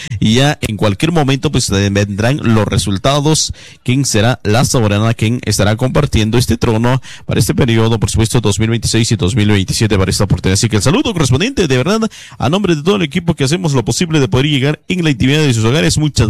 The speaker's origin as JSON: {"language": "Spanish", "country": "Guatemala", "said": "como buenos guatemaltecos, como buenos chapines que somos."}